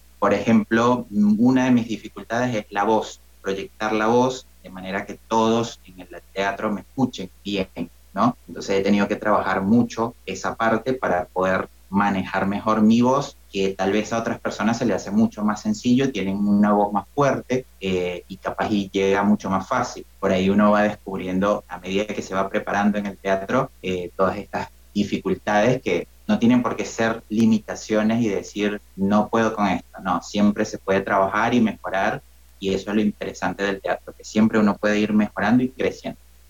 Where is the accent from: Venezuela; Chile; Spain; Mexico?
Venezuela; born there; moved away; en mi país donde nací, en Venezuela, soy venezolano.